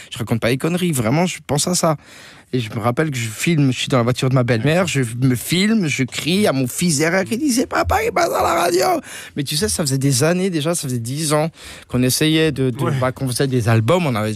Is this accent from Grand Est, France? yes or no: yes; Grand Est, France; J'ose même pas sortir dans la rue parce que, tu sais, moi, je suis d'Alsace. Et puis, ça me fait bizarre de voir autant de gens dans la rue.